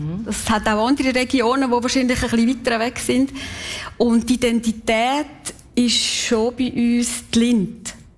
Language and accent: German; Kaltbrunn, St. Gallen, Switzerland; accent: Kaltbrunn dialect; Also ich meine, ich rede Kaltbrunner Dialekt, oder? Und das ist nicht, es tönt nicht nach St. Gallen.